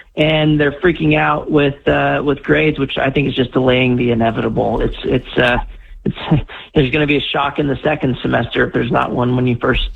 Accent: Texas, United States; And now in Florida and in my home state of Texas, we followed Florida's lead on this actually.

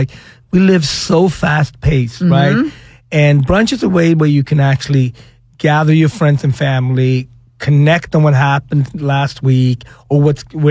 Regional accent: Sweden; moved away; also born or lived in Africa; I was born in Africa. I grew up in Sweden.

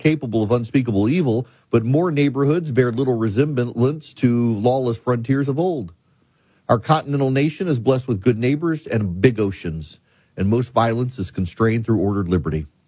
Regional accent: Nebraska, United States; When I was growing up in Nebraska, detasseling corn was a rite of passage.

